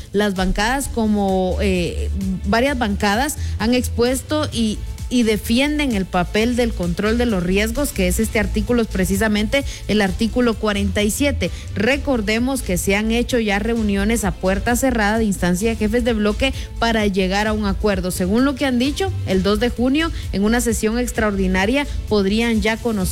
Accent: Guatemala; a mí como guatemalteco

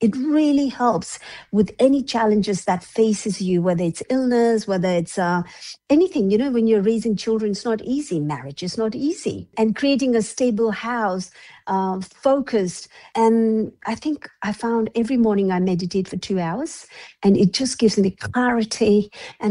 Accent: Sikkim, India; moved away as an adult; now in Australia; I'm from Himalayas. I'm from a state, a little kingdom called Sikkim. It's sandwiched between Nepal, Bhutan, Tibet. When I grew up there, I didn't know what depression was.

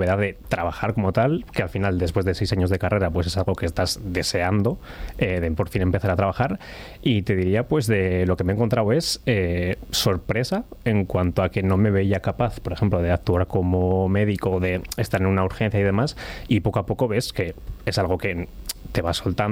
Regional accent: Limpias, Cantabria, Spain; moved away; Soy de Limpias

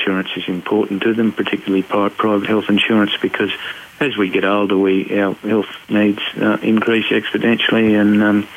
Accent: Taroom, Queensland, Australia; So I've already reached out to many of the community members in Taroom, my hometown

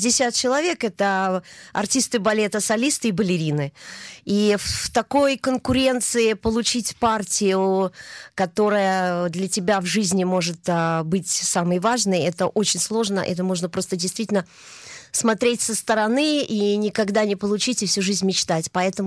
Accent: Saint Petersburg, Russia; Я родилась в Ленинграде и поступила, как сейчас ее называют, Академию русского балета, Вагановку. Да, по-нашему, по-питерски, в 79-м году, давно, и закончила ее с успехом

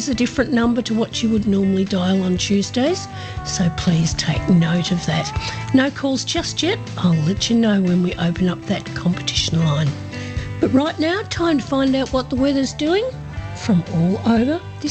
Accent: Horsham, Victoria, Australia; I'm coming to you from my hometown of Horsham in Western Victoria

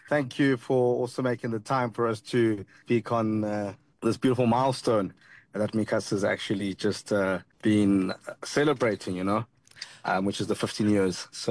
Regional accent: Johannesburg, Gauteng, South Africa; I'm from Alex Township

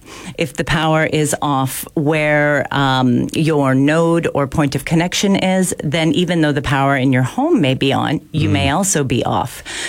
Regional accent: Canada; also born or lived in United States; now in Ballarat, Australia; Because I don't live there anymore, and I'm actually Canadian

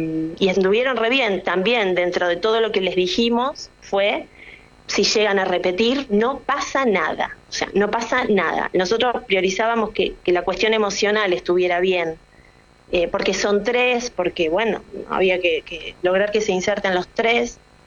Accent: Argentina; moved away as an adult; yo vengo de Argentina y me hago todo esto cada año

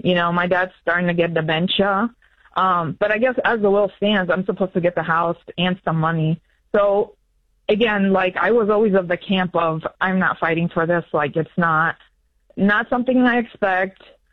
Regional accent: United States; The three, grew up in the household. I did not. I grew up in the States with my mom.

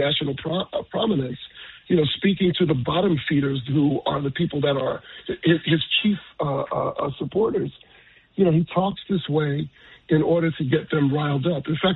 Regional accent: New York City, New York, United States; my days growing up in Bed-Stuy and Williamsburg.

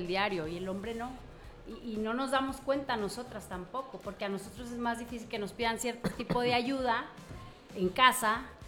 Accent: Mexico; para nosotros aquí como mexicanos

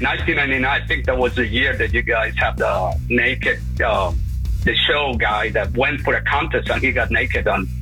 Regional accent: Venezuela; English is a second language; moved away as an adult; I'm from Venezuela, and I just, you know, study English in California, and I didn't get a job here, so I moved here.

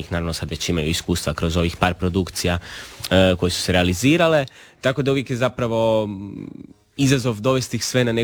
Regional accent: Croatia

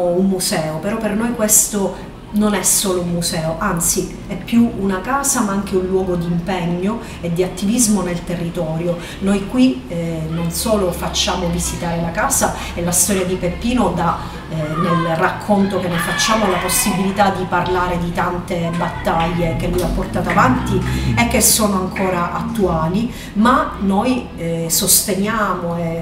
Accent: Palermo, Sicily, Italy; now in Cinisi, Italy; Io non sono di Cinisi, sono di Palermo, quindi non arrivo qui perché nasco qui, ma mi trasferisco qui da alcuni anni

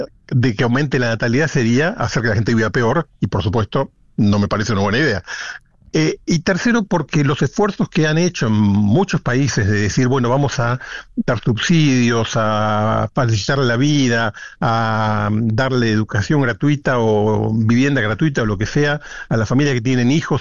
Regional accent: Rosario, Santa Fe, Argentina; born there; Cuando yo nací en Rosario hace 60 y pico de años

